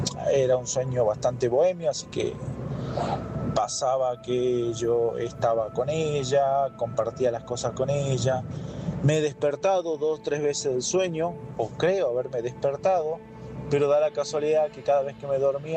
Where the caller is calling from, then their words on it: Salta, Argentina; Vivo en lo que es la provincia de Salta, en el interior